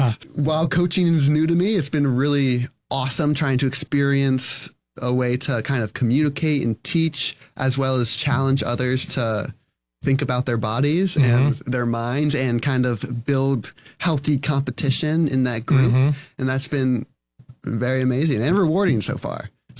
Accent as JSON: {"language": "English", "town": "Philadelphia", "region": "Pennsylvania", "country": "United States", "said": "I am from Pennsylvania, just around the Philly area."}